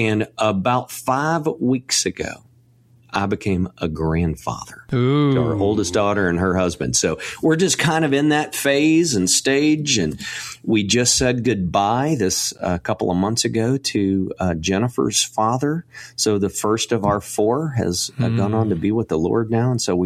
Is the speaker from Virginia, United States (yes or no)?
no; Texas, United States; born or raised there